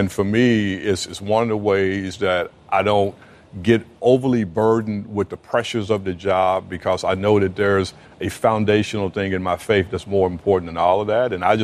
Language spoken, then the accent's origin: English; Weston, Tennessee, United States; I grew up in a small town in Weston, Tennessee. And when I say small, I mean about 10,000 people. And we lived 12 miles in the country outside of the city limits.